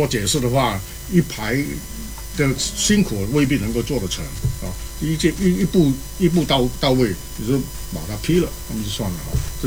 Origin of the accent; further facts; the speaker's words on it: Malaysia; 我是讲讲我的背景，我是马来西亚长大的。马来西亚啊，我毕业的那个中学呢叫做尊孔中学